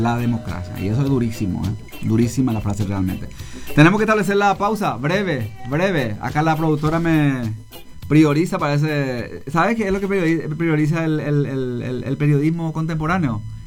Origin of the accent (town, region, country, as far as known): Paraguay